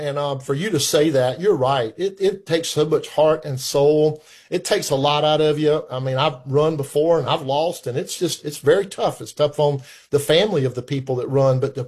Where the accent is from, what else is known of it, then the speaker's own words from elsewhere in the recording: Newberry, South Carolina, United States; I was glad to have that hosted in my hometown in Newberry, South Carolina